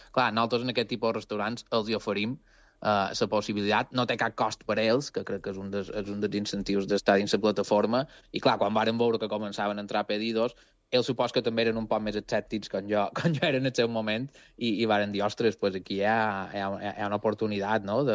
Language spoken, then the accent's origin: Catalan; Campos, Balearic Islands, Spain; nosaltres som de Campos.